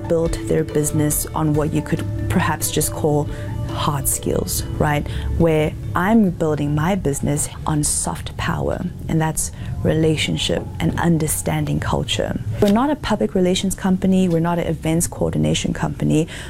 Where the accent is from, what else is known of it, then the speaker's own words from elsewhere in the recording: Guizhou, China; now in South Africa; When my parents were deciding on immigrating, we're from Guizhou province in China.